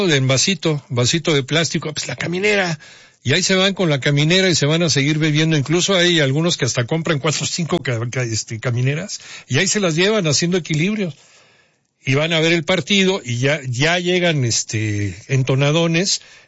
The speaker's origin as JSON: {"language": "Spanish", "country": "Mexico", "said": "somos encantados los mexicanos"}